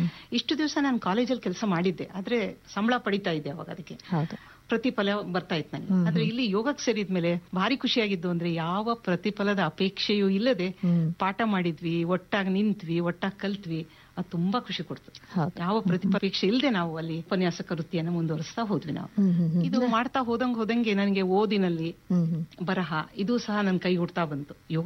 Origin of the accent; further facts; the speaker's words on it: Chitradurga, Karnataka, India; now in Shivamogga, India; ನಾನು ಚಿತ್ರದುರ್ಗದವಳು, ಅಲ್ಲಿ ಬೆಟ್ಟ ಕೋಟೆ ಕೊತ್ತಲೆ ಎಲ್ಲ ಇದೆ. ಚಿಕ್ಕನಿಂದ ಬೆಟ್ಟ ಹತ್ತಿ ಇಳಿದವಳು ನಾನು.